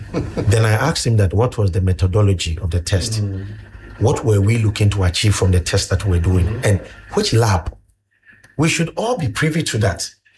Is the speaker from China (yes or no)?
no; Ghana; as a Ghanaian citizen